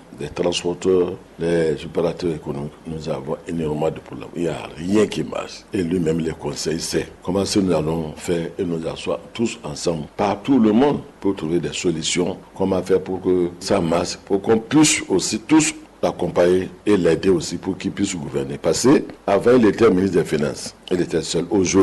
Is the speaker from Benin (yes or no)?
yes; Benin; Nous tous ensemble, en tant que Béninois, si nous voulons qu'il travaille, il faut que nous nous mettons ensemble pour l'accompagner.